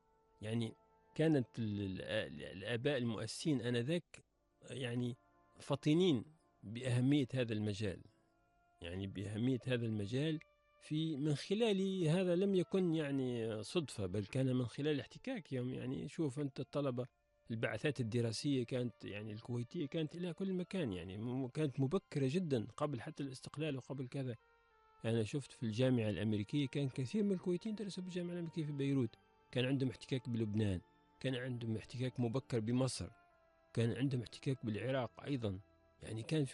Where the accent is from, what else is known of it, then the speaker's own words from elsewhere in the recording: southern Tunisia, Tunisia; accent: closer to Libyan; أنا مثلا من الجنوب تونس، أنا نطقي أقرب إلى ليبيا منه إلى العاصمة